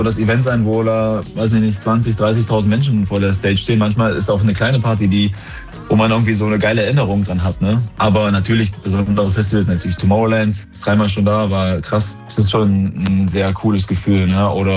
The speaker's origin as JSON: {"language": "German", "town": "Kühlstedt", "region": "Thuringia", "country": "Germany", "tie": "born or raised there"}